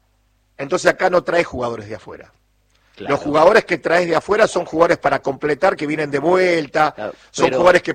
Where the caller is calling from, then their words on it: Munro, Buenos Aires Province, Argentina; de Munro.